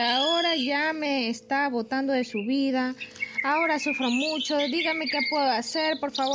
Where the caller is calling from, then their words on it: Jipijapa, Manabí, Ecuador; soy de Jipijapa, pero trabajo en Pedro Carbo.